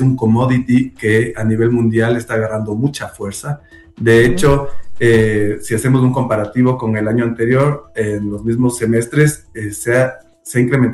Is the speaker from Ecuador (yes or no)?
yes; Ecuador; nosotros como ecuatorianos